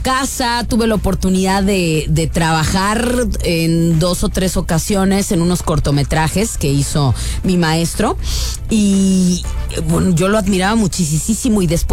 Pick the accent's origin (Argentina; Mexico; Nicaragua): Mexico; De conseguir, de destacar como mexicano, esa es una realidad.